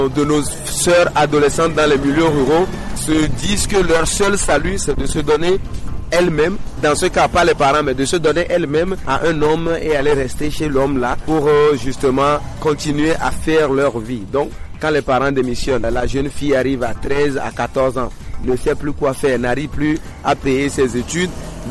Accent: Kouvé, Maritime, Togo; moi je viens de Couvé

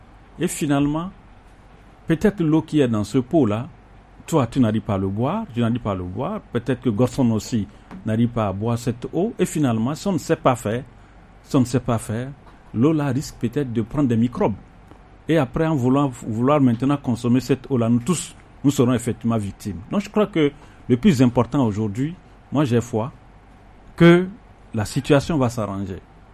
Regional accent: Togo; Et j'ose croire, en tant que Togolais, on peut le faire.

